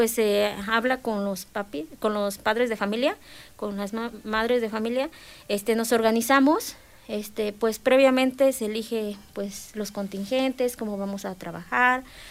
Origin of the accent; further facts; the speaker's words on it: Izúcar de Matamoros, Puebla, Mexico; Yo no soy de Xochitepec, pero he escuchado, yo soy de Izúcar de Matamoros